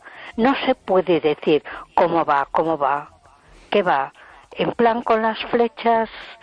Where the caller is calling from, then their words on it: A Coruña, Galicia, Spain; de Coruña.